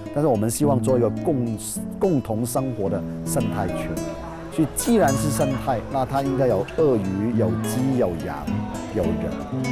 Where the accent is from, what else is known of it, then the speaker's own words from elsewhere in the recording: Hong Kong; moved away as an adult; now in Kaohsiung, Taiwan; 我来台湾已经26年，但是我也拿了身份证了，所以我是扎港的台湾人。